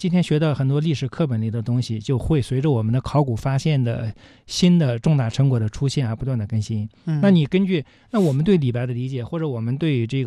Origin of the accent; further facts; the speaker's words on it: Fengyang, Anhui, China; 我的老家安徽凤阳